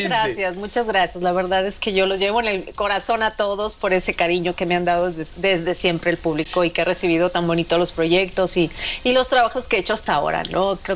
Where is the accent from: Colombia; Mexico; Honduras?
Mexico; Culiacán, Sinaloa; yo soy de Culiacán, vamos a conocer la Ciudad de México